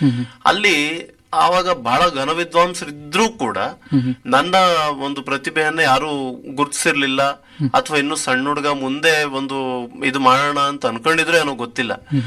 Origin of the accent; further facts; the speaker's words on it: Mysore, Karnataka, India; born there; also born or lived in Mandya; ನನ್ನ ವಿದ್ಯಾಭ್ಯಾಸ ನಾನು 1ನೇ ತರಗತಿಯಿಂದ ಡಿಗ್ರಿವರೆಗೂ ಮೈಸೂರಿನಲ್ಲೇ ಓದಿದ್ದು.